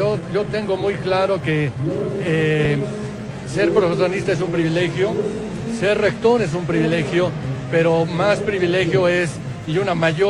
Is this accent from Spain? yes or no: no; Pachuca, Hidalgo, Mexico; Yo soy de Pachuca, Hidalgo, yo soy hidalguense, he vivido toda mi vida aquí